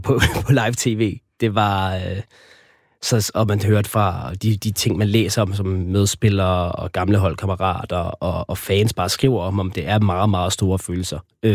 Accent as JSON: {"language": "Danish", "country": "Argentina", "said": "Jeg er argentiner."}